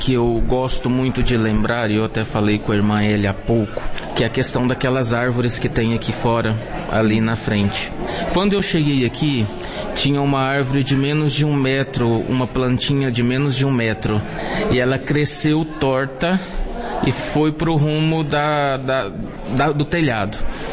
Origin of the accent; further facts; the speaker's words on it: Cristianópolis, Goiás, Brazil; moved away as an adult; also born or lived in Portugal; now in Arapuca, Brazil; Eu sou natural de Cristianópolis, eu já tenho 9 anos que eu estou aqui, né? E eu vim de Cristianópolis para cá, depois que eu passei um período como missionário em Portugal